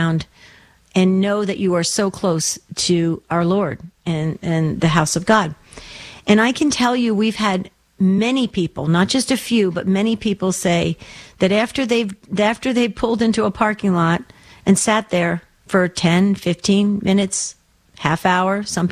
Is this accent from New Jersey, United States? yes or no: yes; New Jersey, United States; I was born and raised in New Jersey, Diane.